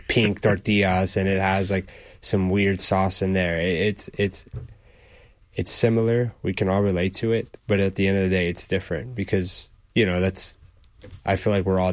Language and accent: English; Houston, Texas, United States; where I grew up in Second Ward